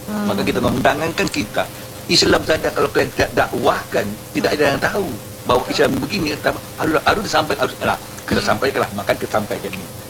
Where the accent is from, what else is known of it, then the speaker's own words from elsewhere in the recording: Riau, Indonesia; Kalau kita orang Riau ini pasti dengar pernah dengan nama Koyen.